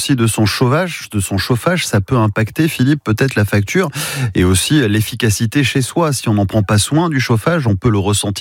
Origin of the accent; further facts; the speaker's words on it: Mayenne, Pays de la Loire, France; chez nous en Mayenne